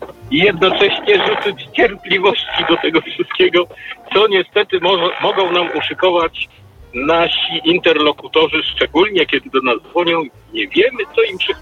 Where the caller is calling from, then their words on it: Masovian Voivodeship, Poland; z Podpiaseczna.